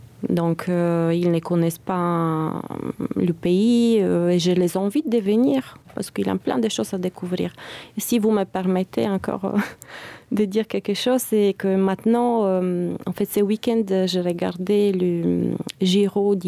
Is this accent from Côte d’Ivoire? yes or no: no; Bulgaria; quand je disais que je viens de la Bulgarie, normalement c'était Stoichkov.